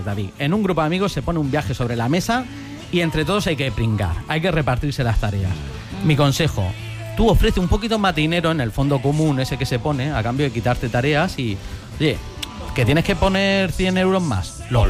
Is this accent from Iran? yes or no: no; Orihuela, Valencian Community, Spain; Veniros a mi pueblo, Orihuela.